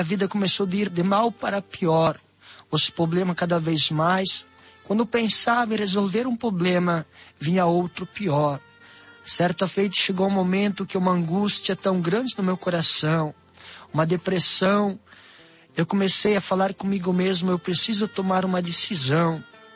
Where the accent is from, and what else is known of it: Formosa do Sul, Santa Catarina, Brazil